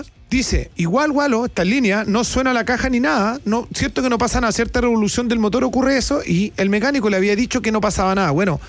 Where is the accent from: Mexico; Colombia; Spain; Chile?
Chile; Pero yo soy chileno, muchachos.